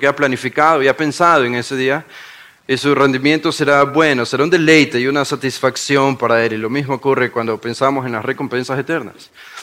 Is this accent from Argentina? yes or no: no; Guayaquil, Guayas, Ecuador; Los que somos de Guayaquil entendemos eso allá en Ecuador porque hablamos rápido